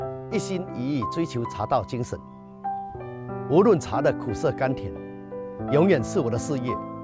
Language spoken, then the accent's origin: Chinese; Hua'an, Fujian, China; 我是土生土长华安人，我热爱这里的山山水水，